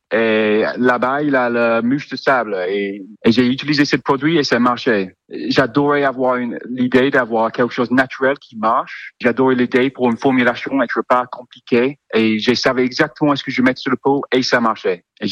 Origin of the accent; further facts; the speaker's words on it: England, United Kingdom; French is a second language; moved away as an adult; now in Landes, France; Je pense que je suis anglais aussi